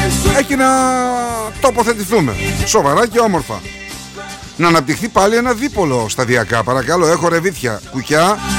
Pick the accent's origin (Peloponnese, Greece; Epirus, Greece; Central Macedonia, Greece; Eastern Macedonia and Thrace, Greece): Central Macedonia, Greece; Giannitsa; moved away; Χαιρετήματα στην πατρίδα μου, στα Γεννητσά.